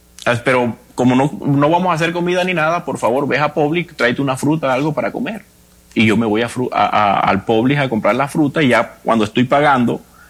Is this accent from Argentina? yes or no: no; La Guajira, Colombia; De la Guajira colombiana.